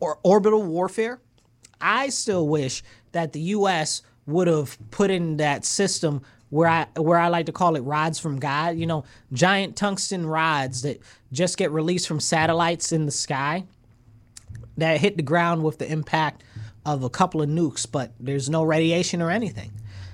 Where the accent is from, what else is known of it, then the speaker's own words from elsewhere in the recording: United States; I'm American. I only got one country and I'm black American.